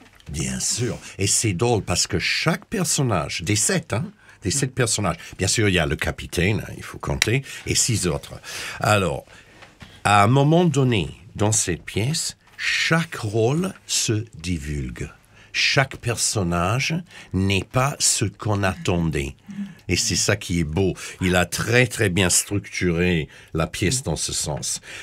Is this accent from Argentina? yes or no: no; Corsica, France; now in Melbourne, Australia; Je suis corse.